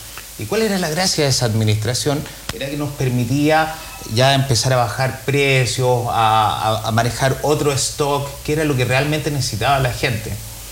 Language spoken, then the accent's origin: Spanish; Putaendo, Valparaíso, Chile; also born or lived in San Felipe; yo soy de Rinconada de Silva